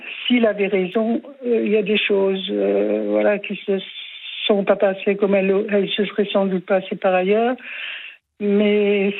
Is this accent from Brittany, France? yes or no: no; Strasbourg, Grand Est, France; Alors, nous, on habite à la campagne, enfin, mais je suis originaire de Strasbourg et j'étais chez mes parents.